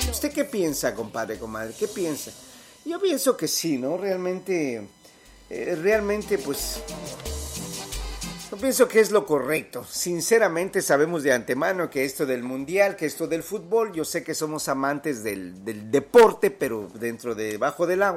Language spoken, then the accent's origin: Spanish; Mexico; moved away; mi país, compadre, comadre, que es México.